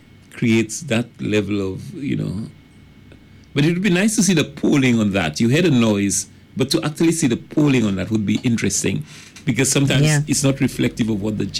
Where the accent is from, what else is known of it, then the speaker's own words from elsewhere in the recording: St. Lucia; and specifically I'm from St. Lucia